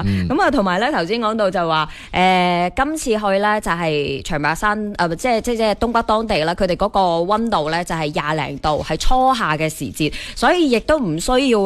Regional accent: Guangdong, China; 啱唔啱我哋广东人口味先？

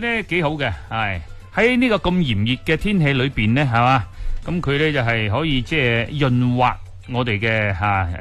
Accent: Guangdong, China

